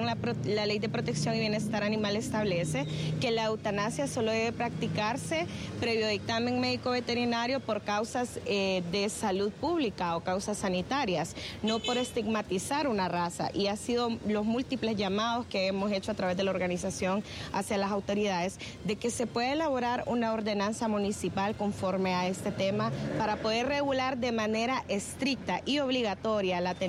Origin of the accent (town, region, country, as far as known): Honduras